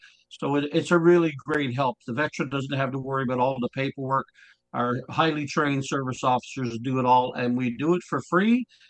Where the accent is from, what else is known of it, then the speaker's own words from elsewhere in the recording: Carpentier, Newfoundland and Labrador, Canada; In my hometown here in Carpentier, Newfoundland, you know, we have 200 members, but we're open to the public every day, Monday through Saturday.